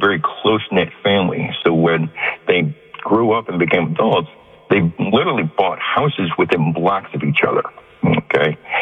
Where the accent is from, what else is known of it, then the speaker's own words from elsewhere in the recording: Chicago, Illinois, United States; moved away as an adult; now in New Orleans, United States; So anyway, I was born and raised in Chicago, and I met my wife after 9/11 playing backgammon online, and she was from New Orleans. So in December of 2004, I moved down to New Orleans.